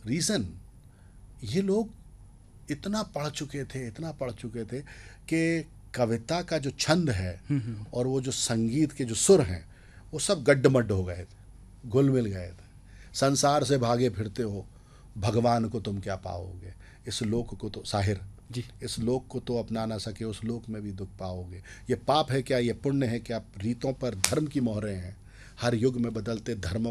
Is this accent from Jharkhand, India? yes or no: no; Vidisha, Madhya Pradesh, India; also born or lived in Bhopal; मैं संयुक्त परिवार में पला बड़ा हूँ विदिशा भोपाल में